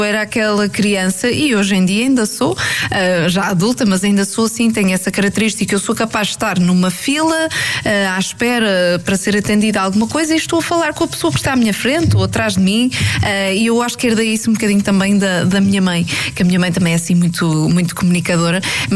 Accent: Porto, Norte, Portugal; moved away as an adult; now in Lisbon, Portugal; Eu nasci no Porto e vivi praticamente a minha vida toda no Porto até aos 29 anos. Depois vim aqui para Lisboa.

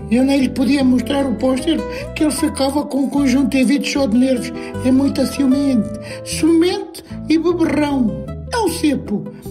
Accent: Comporta, Setúbal, Portugal; sou da Comporta.

